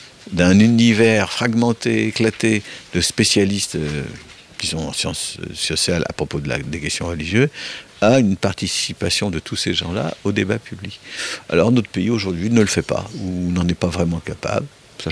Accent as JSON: {"language": "French", "country": "France", "said": "nous autres Français, peut-être plus que d'autres, avons l'habitude de réfléchir en tant que Français"}